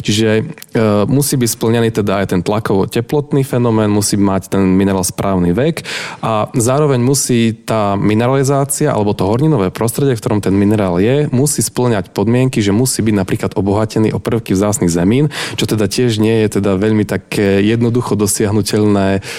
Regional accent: Humenné, Prešov Region, Slovakia; moved away as an adult; now in Bratislava, Slovakia; Áno, tak ja som rodený Humenčan. V Humennom som žil v podstate celý život až do mojej vysokej školy. Chodil som tam na strednú školu, na gymnázium armádneho generála Ludvíka Svobodu

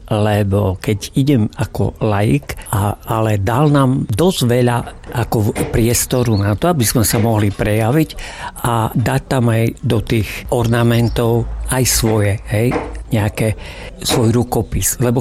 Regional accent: Ľubotice, Prešov Region, Slovakia; som z Ľubotíc pri Prešove, som dôchodca.

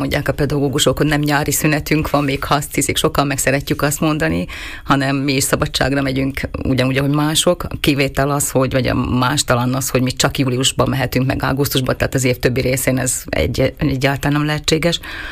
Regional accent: Krasnohorské Podhradie, Košice Region, Slovakia; Ugye hegyek, erdő között nőttem föl, és a gyerekkorom Krasznokán, illetve nagymamámmal Várhosszúréten töltöttük.

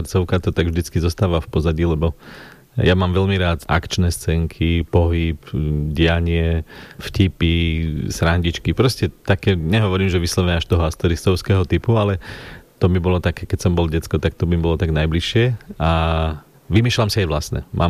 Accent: Černová, Žilina Region, Slovakia; Keďže ja som z Černovej

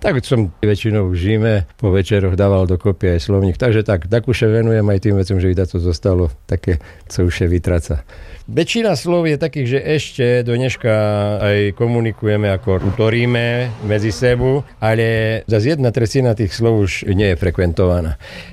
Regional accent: Prešov Region, Slovakia; U nás v Šarišu šetému útorí, že komenciaši, to je taký ten šarišský výraz

